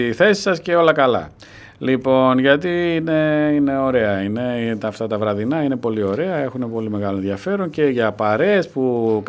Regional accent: Greece; σαν Έλληνες

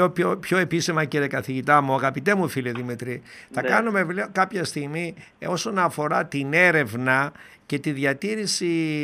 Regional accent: Doirani, Central Macedonia, Greece; Όλοι οι συντοπίτες μου, είτε στο χωριό μου εκεί στη Δοϊράνη

